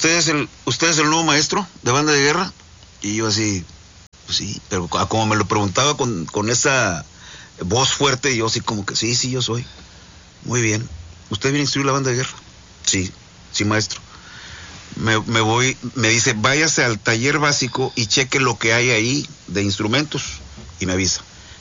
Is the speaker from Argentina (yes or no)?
no; Hidalgo, Tamaulipas, Mexico; Yo nací en Hidalgo, Tamaulipas, termino la secundaria